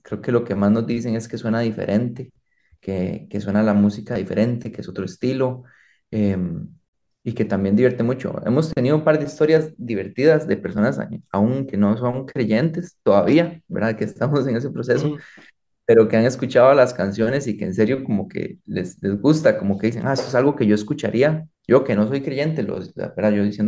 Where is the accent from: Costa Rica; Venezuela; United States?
Costa Rica; Entonces es hasta simbólico para nosotros como costarricenses